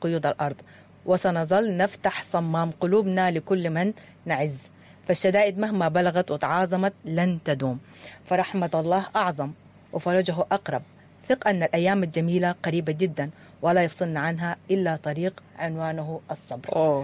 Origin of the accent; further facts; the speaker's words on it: Sudan; إحنا كسودانيين